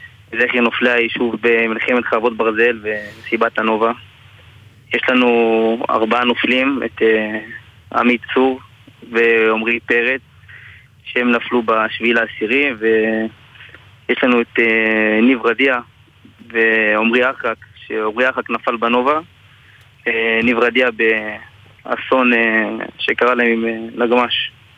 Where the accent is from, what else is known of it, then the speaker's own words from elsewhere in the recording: Elyakhin, Central District, Israel; יכין, בעמק חפר. אני בן 21